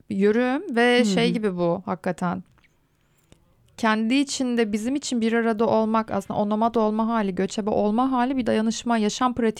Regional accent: Taurus Mountains, Turkey; moved away; ben çünkü hakikaten Toroslar'da büyüdüm ve bu büyümenin bana getirdiği şey insanların milli park olarak gördüğü yer benim evimdi.

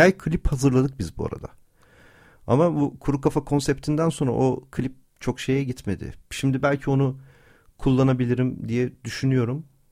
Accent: Ankara, Turkey; moved away as an adult; now in Istanbul, Turkey; İstanbul tabii doğma büyüme Ankaralıyız ama artık neredeyse hayatımın yarısını İstanbul'da geçirmiş olacağım.

